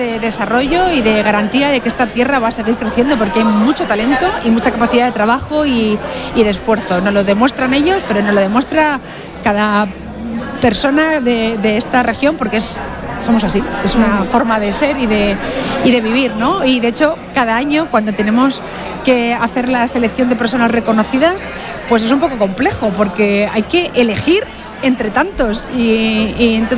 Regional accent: Castilla-La Mancha, Spain; somos castellano-manchegos, somos españoles

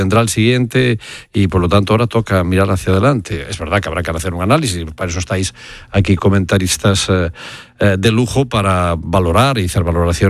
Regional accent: Galicia, Spain; yo soy muy apegado a la tierra, soy de Galicia y por lo tanto me gusta mi tierra.

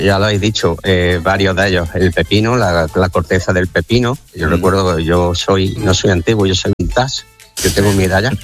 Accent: Córdoba, Andalusia, Spain; Y después, otro año, como yo soy de Córdoba, lógicamente, ¿quién no tiene un apartamentito o un pisito en la playita pues, para poder irte a Málaga los fines de semana?

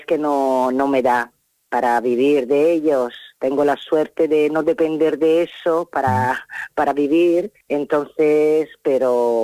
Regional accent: Florence, Tuscany, Italy; now in Alicante, Spain; Pues yo soy de Italia, de Florencia, y vivo en Alicante desde hace 20 años. En el Campello, exactamente.

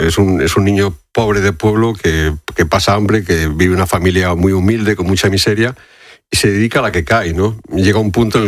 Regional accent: Fermoselle, Castile and León, Spain; Colomba es, bueno, es un espacio imaginario, pero casualmente el barrio de mi pueblo, de Fermoselle, se llama Alto Santa Colomba.

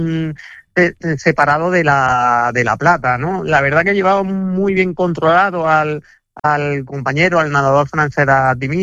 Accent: Córdoba, Andalusia, Spain; para nuestra Andalucía y para Córdoba

